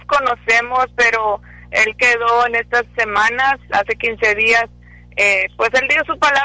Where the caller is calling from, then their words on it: Gustavo Díaz Ordaz, Tamaulipas, Mexico; Soy de Díaz Ordaz, hermano.